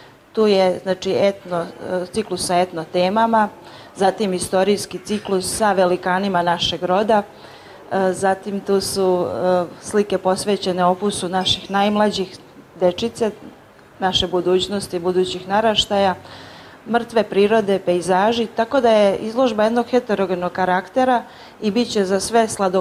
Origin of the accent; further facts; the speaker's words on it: Jadar, Serbia; now in Belgrade, Serbia; rodom sam iz Jadarskog kraja, a živim i stvaram u Beogradu.